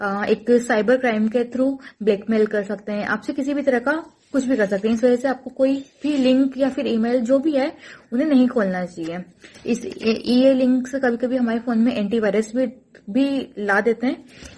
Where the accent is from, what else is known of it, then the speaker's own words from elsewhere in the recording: Bhanwargarh, Rajasthan, India; मैं भवरगढ़ बारा राजस्थान से हूँ।